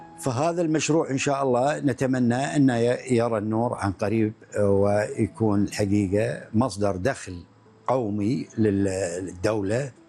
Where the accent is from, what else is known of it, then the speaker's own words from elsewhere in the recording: Kuwait; ووجود خبراء وكبار في مجال المعالجات الطب البديل عندنا في الكويت